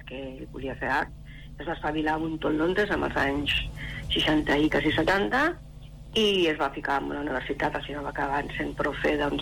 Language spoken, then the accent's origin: Catalan; Sabadell, Catalonia, Spain; No, jo soc de Sabadell, però els dos vivim a Castellà, els dos vivim a Can